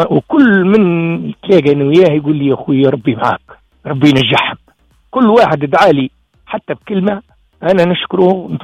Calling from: Mahres, Sfax Governorate, Tunisia; أنا من محرس الصفاقس

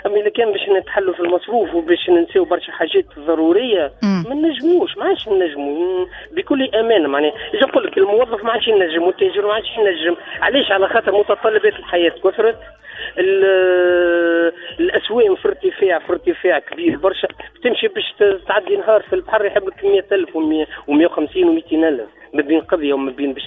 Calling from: Tunis, Tunis Governorate, Tunisia; نرجع من باب السويقة تونس العاصمة.

